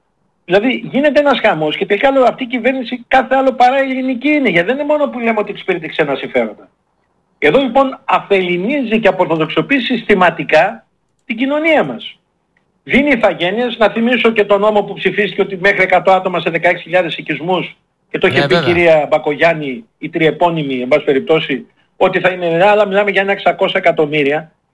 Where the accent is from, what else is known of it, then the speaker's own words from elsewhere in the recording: Florina, Western Macedonia, Greece; moved away as an adult; Εγώ γεννήθηκα και μεγάλωσα στη Φλόρινα μέχρι τα 18 μου χρόνια που πέρασα πανεπιστήμιο και βεβαίως διατηρώ ακατάληπτους δεσμούς. Είναι η γενέτειρά μου.